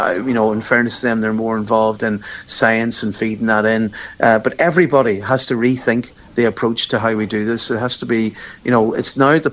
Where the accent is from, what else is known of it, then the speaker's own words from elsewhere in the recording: Ulster, Ireland; I'm from the Inishowen Peninsula, you know, and we're surrounded by water